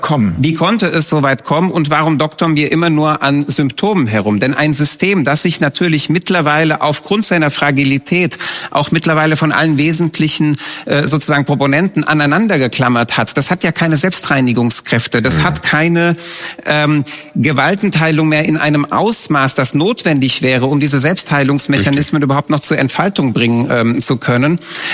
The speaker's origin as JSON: {"language": "German", "country": "Romania", "tie": "born or raised there", "moved": "yes", "said": "Ich bin Kind des Kommunismus, ich bin in der Unfreiheit aufgewachsen, ich bin in Rumänien geboren und ich habe 89 die Wende dort miterlebt"}